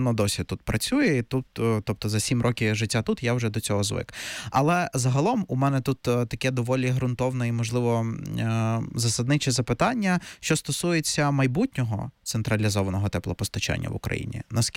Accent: Mukachevo, Zakarpattia Oblast, Ukraine; moved away as an adult; now in Kyiv, Ukraine; Я з Мукачева родом

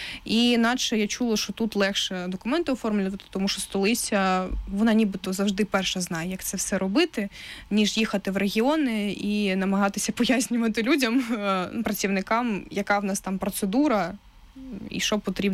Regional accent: Bakhchysarai, Crimea, Ukraine; moved away as an adult; now in Kyiv, Ukraine; якщо все життя я жила в Криму

